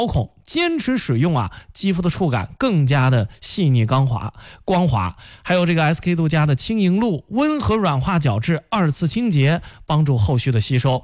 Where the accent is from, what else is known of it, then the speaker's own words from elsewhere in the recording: Henan, China; 这咱作为河南人啊，很少有机会能尝到这个云南的菌子啊。